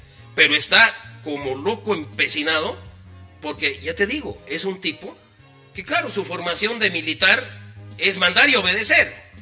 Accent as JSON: {"language": "Spanish", "region": "La Paz", "country": "Bolivia", "said": "somos los paseños"}